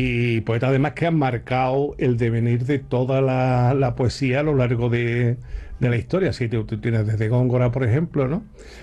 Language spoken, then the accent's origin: Spanish; Andalusia, Spain; Nosotros, como andaluces que somos y donde vivimos, tenemos la suerte de que nuestra tierra sea una tierra de grandes poetas.